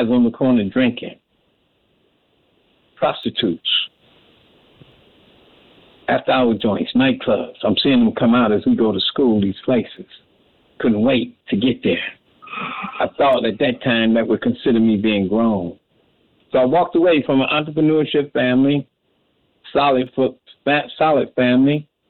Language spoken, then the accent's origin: English; Detroit, Michigan, United States; born and raised in Detroit, two-parent family